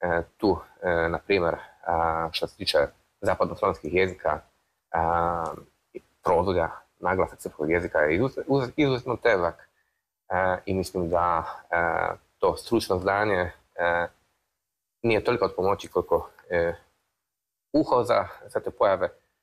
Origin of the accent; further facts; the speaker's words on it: Kraków, Lesser Poland, Poland; Serbian is a second language; dolazim iz Krakova, iz Poljske. Radim na institutu za slovensku filologiju Jagiellonskog univerziteta u Krakovu